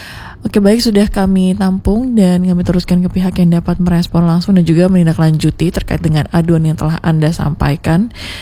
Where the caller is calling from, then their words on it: Kidemang, Indonesia; Saya dari Kidemang melaporkan